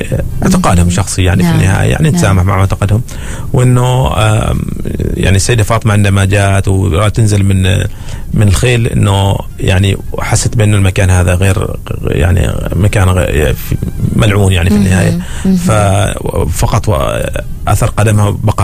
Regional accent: Al Awabi, South Al Batinah, Oman; في منطقة استال في ولاية العوابي عندنا

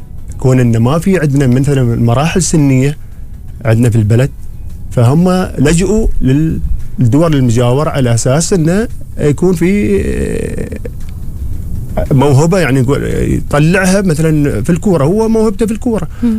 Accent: Oman; عندنا في عمان

